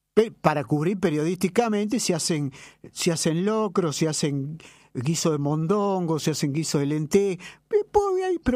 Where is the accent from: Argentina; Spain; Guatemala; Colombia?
Argentina; como buenos argentinos que somos